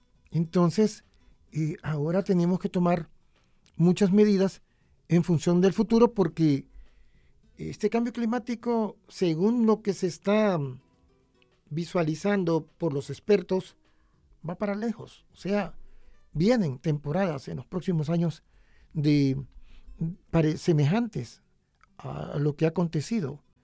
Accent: Honduras

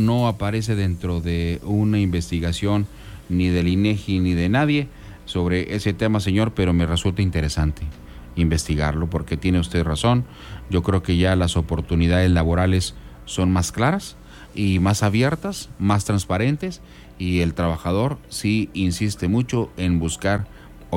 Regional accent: Mexico

